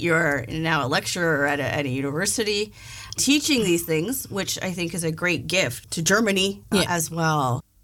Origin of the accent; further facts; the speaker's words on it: Canada; I have a life of privilege as a Canadian and living in a white body.